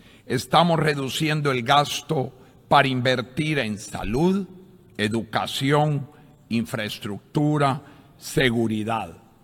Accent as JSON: {"language": "Spanish", "country": "Honduras"}